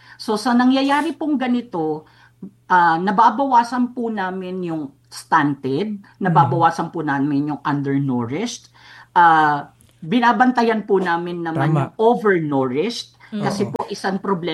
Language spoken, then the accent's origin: Tagalog; Manila, Metro Manila, Philippines; Yes po, taga Puresa po ako, Bishop.